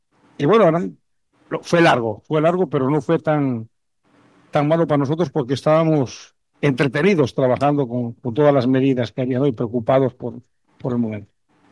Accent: Asturias, Spain; now in Panama; Asturias, a mi tierra

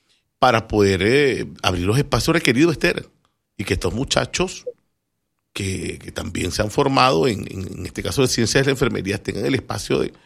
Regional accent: Panama

